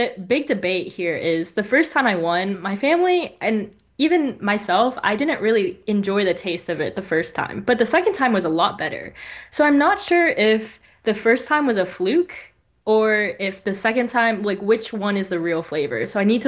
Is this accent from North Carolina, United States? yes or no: yes; Raleigh, North Carolina, United States